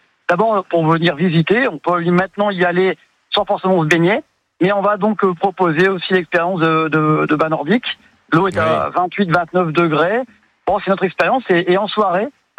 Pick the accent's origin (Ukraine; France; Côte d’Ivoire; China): France; Hauts-de-France; nous on est des Hauts-de-France